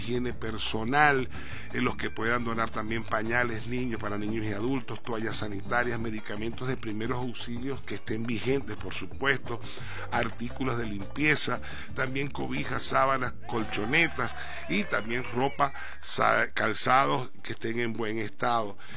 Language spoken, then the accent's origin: Spanish; Venezuela; ese dolor, como venezolanos que somos.